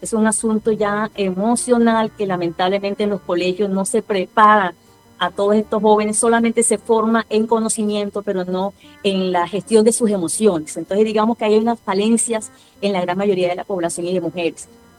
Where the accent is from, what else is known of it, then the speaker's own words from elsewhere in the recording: Caribbean Region, Colombia; born there; now in Barranquilla, Colombia; yo no soy barranquillera, yo nací en la Sabana del Caribe, pero esta es mi segunda patria. Soy hija adoptiva de Barranquilla, pero amo esta ciudad como ustedes no se imaginan.